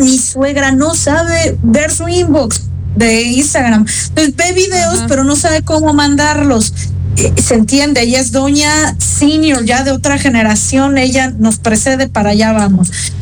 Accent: Mexico; En México, cuando decimos palabras altisonantes

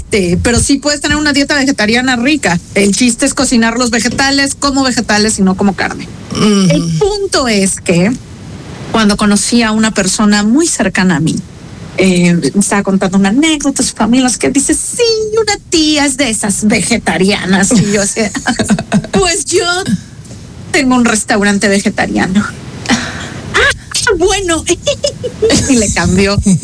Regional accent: Mexico; now in Vitoria, Spain; Y yo, es que soy mexicana. Y yo les digo, sí. Es que sabes que I'm Mexican.

